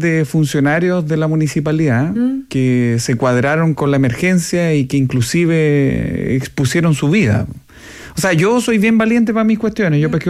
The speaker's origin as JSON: {"language": "Spanish", "region": "Coquimbo", "country": "Chile", "tie": "born there", "said": "Yo me acuerdo que cuando era chico iba al campo en Coquimbo"}